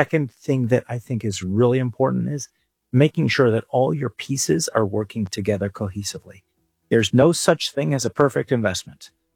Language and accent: English; England, United Kingdom; Growing up in England, I studied English history.